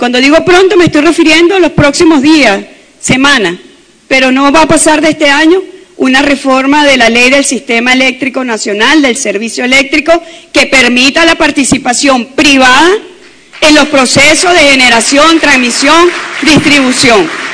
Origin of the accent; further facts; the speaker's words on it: Venezuela; lo que somos capaces como venezolanos